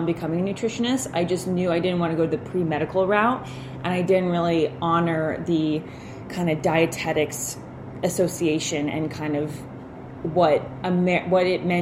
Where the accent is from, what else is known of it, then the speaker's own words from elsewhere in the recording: Saugerties, New York, United States; also born or lived in Pittsburgh, United States / United Kingdom / Oregon, United States; But oddly enough, I am from Saugerties.